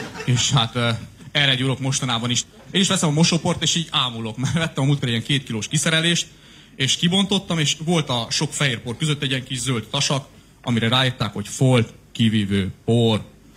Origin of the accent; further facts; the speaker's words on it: Cluj-Napoca, Cluj County, Romania; now in Hungary; mert én külföldi vagyok, Kolozsvárról jövök, ez nem is olyan rég volt